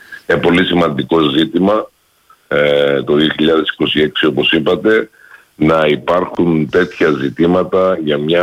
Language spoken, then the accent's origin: Greek; South Aegean, Greece; Κατάγομαι από την Νότια Ρόδο